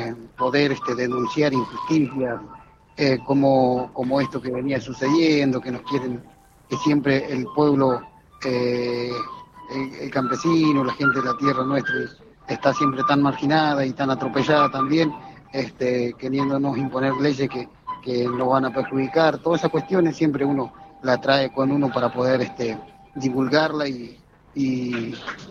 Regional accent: Patagonia, Argentina

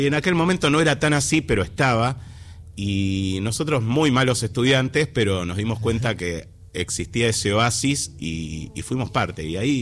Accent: Buenos Aires, Argentina; also born or lived in Tucumán; Yo soy del barrio de Almagro, desde siempre, pero bueno, mis padres son tucumanos y eso me llevó a vivir hasta por lo menos los 20 años, 4 meses en Tucumán

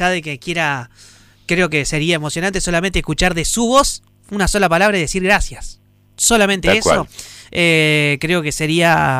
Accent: Argentina; con nosotros como argentinos.

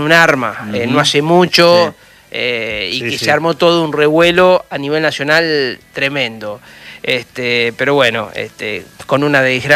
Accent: Villa Trinidad, Santa Fe, Argentina; Le quiero decir a Miriam que yo también soy del departamento de San Cristóbal, provincia de Santa Fe, soy de Villa Trinidad, provincia de Santa Fe.

